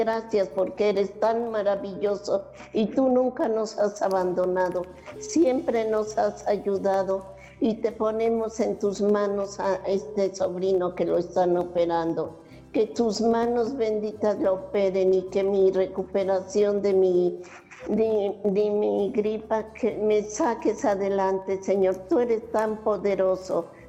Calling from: Puebla, Mexico; Con la señora Meche de Puebla.

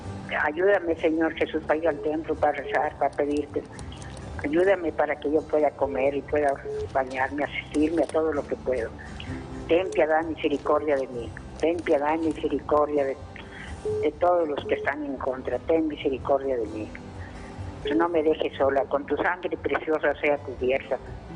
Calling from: San Francisco del Rincón, Guanajuato, Mexico; De San Francisco del Rincón, Guanajuato.

